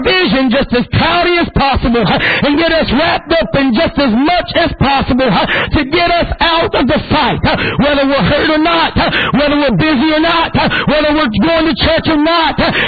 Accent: United States; I am American and I know the history of our great country.

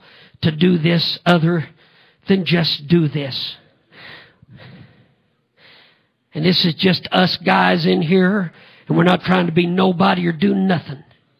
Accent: Illinois, United States; they must have found out I was from Illinois.

